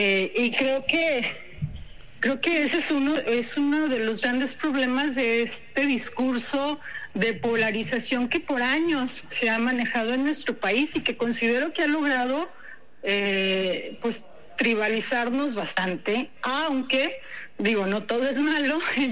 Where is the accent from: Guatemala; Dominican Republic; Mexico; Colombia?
Mexico